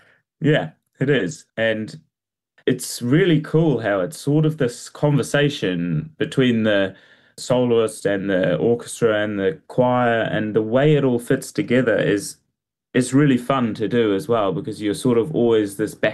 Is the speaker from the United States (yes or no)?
no; Wellington, New Zealand; also born or lived in England; I grew up in Wellington.